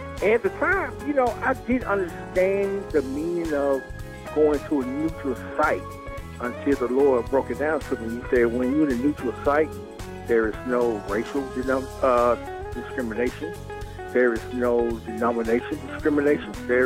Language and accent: English; Memphis, Tennessee, United States; moved away as an adult; also born or lived in Jackson, Tennessee; now in Nashville, United States; I was going back and forth between Memphis, Tennessee, my hometown, and Jackson, Tennessee, doing radio in both the cities.